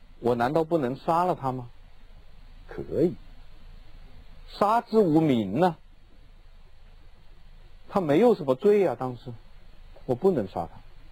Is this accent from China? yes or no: yes; China; 我们中国人的文化心理是同情弱者